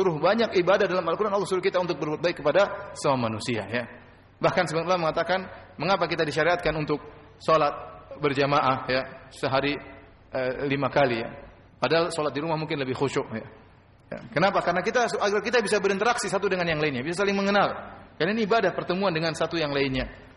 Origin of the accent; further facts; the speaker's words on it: South Sulawesi, Indonesia; Ya, saya orang Bugis, ente orang Madura. Gimana sambungnya? Kita bukan kerabat.